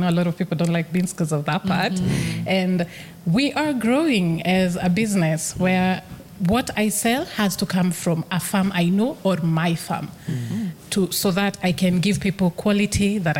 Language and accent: English; Kirinyaga County, Kenya; moved away as an adult; now in Nairobi, Kenya; I grew up in Moya, which means I had the best quality of rice growing up. Then I moved to Nairobi